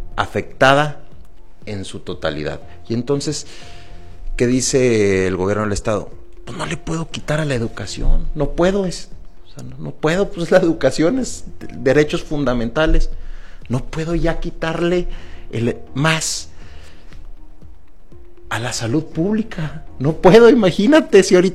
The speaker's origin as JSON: {"language": "Spanish", "country": "Mexico"}